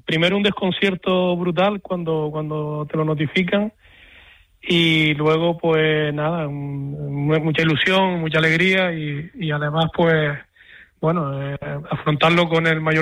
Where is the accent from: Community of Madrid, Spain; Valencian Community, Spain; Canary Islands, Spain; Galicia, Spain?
Canary Islands, Spain; Fuerteventura; es mi pueblo, es mi isla y también es mi pueblo en el que me crié.